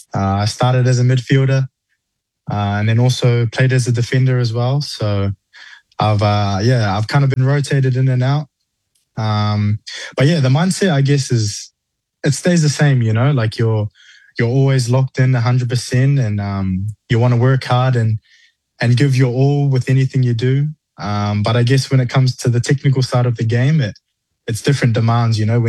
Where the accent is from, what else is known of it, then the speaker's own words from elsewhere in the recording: Auckland, New Zealand; when I was 5 years old, when I was a little kid growing up in Manurewa, Auckland.